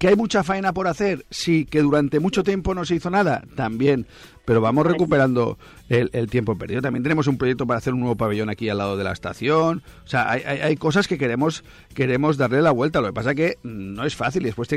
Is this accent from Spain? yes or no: yes; Cunit, Catalonia, Spain; yo también me acuerdo de cómo era Cunit antes, yo también me acuerdo, pero ha cambiado, antes éramos 800 personas, ahora somos 18.000, ha cambiado el pueblo